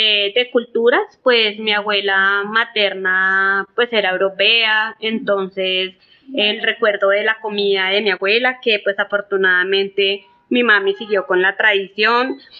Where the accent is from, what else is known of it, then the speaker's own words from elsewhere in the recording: Soacha, Cundinamarca, Colombia; born there; yo nací el 4 de noviembre de 1981 en Soacha, Cundinamarca. Actualmente tengo 44 años.